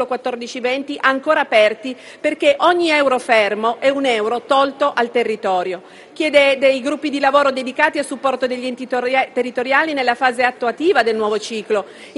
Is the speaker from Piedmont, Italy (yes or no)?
yes; Cuneo, Piedmont, Italy; E lo dico da piemontese, da cuneese, questa legge raccoglie e porta a livello nazionale lo spirito della legge Carlotto, la legge regionale del Piemonte